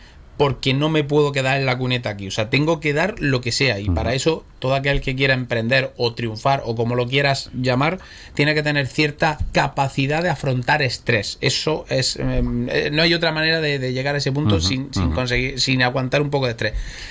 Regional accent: Andalusia, Spain; Sí, somos andaluces

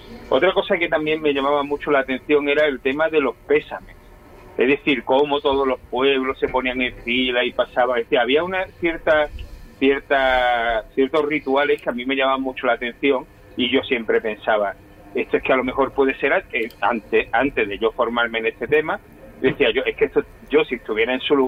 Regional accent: Andalusia, Spain; soy de Andalucía Occidental.

